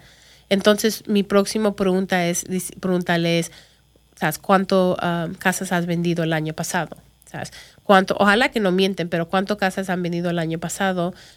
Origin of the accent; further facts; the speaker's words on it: Chicago, Illinois, United States; first language English; Spanish is a second language; mi inglés es mi primer idioma, español es la segunda. Entonces, obviamente yo hablo mucho mejor inglés, entiendo en inglés porque yo nací en Chicago y crecí allí.